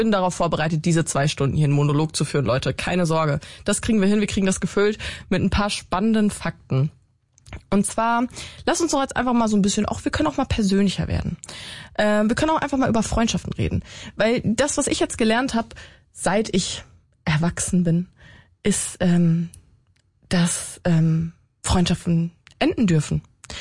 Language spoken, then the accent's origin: German; North Rhine-Westphalia, Germany; Ich komme aus NRW